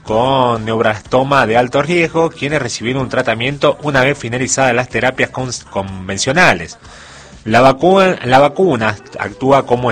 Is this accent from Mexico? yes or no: no; Argentina; Así que así somos los argentinos.